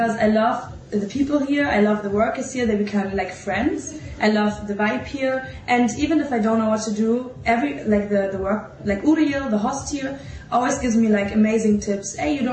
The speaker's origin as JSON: {"language": "English", "country": "Germany", "second_language": "English", "said": "I'm from Germany."}